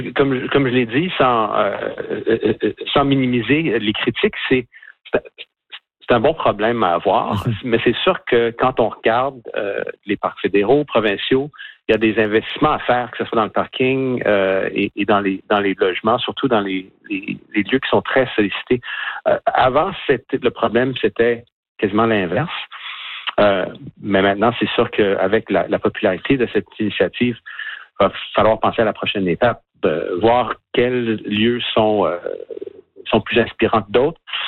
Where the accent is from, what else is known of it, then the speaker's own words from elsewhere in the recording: Canada; Oui, puis en fait, puisqu'on est Canadienne, ça nous appartient